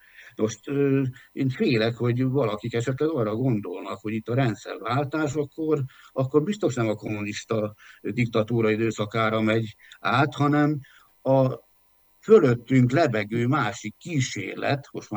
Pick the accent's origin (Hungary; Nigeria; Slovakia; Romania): Slovakia; Southern Slovakia; jelenleg is a Benes dekrétumok alatti büntető hatás alatt állok, mert felvidéki magyar vagyok, onnan származom